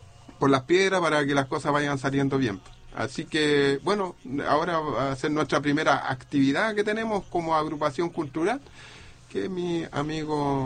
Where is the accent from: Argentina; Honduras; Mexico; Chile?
Chile